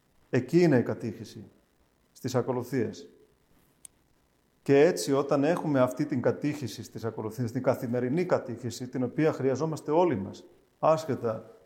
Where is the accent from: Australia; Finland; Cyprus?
Finland; now in Estonia; Θυμάμαι όταν ήμουν μικρός στην Φιλανδία